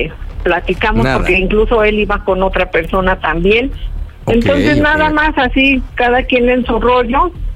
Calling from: Zumpango, State of Mexico, Mexico; Tengo 40 años y soy de Zumpango, Estado de México.

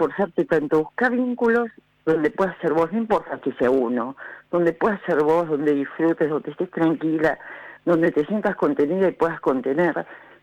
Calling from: Tortuguitas, Buenos Aires Province, Argentina; Soy de Tortuguitas.

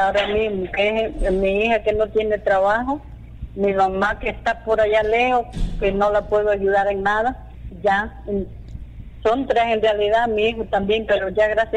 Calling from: Santiago de Veraguas, Veraguas, Panama; De Veragua, de Santiago.

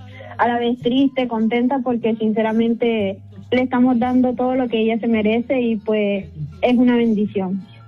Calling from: Barcelona, Catalonia, Spain; Desde Barcelona, España.

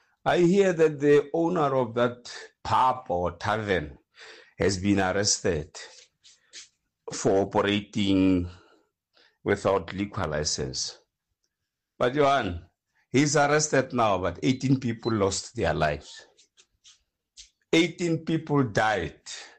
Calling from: Mahikeng, North West, South Africa; in Mahike

